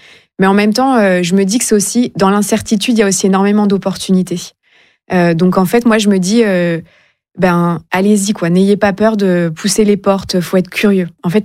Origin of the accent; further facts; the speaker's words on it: Réunion; born there; moved away; also born or lived in France; Je suis française, mais j'ai grandi aussi à La Réunion. Donc, j'ai grandi dans une île, dans un dom-tom.